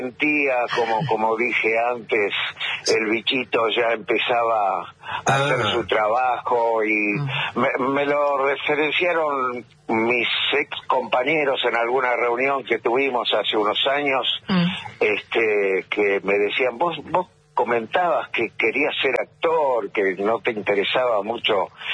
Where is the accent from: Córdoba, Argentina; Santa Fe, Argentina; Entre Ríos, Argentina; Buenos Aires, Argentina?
Buenos Aires, Argentina; born there; Nací en el barrio de Versalles.